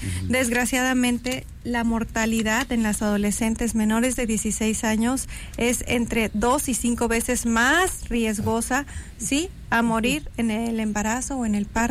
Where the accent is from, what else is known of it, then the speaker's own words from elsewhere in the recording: Mexico; now in Colima, Mexico; Como mexicanos tenemos ese derecho.